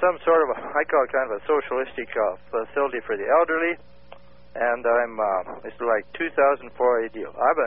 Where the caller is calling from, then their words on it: Wenatchee, Washington, United States; Wenatchee, Wenatchee, in the state of Washington.